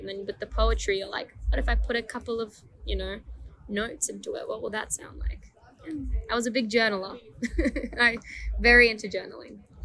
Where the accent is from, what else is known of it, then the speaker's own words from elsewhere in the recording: Iran; English is a second language; now in Australia; I moved here in 2013. I didn't know how to speak English. I'm originally from Iran. And so I learned English with music.